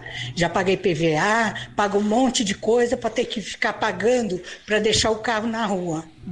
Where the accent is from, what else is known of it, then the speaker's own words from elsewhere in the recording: Santos, São Paulo, Brazil; sou de Santos